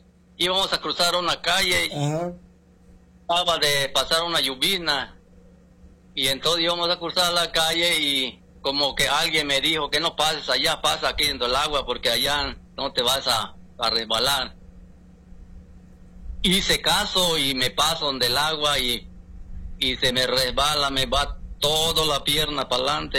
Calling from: Cancún, Quintana Roo, Mexico; aquí de Cancún

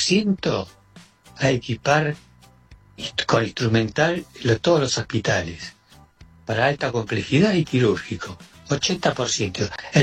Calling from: Buenos Aires, Argentina; de Capital.

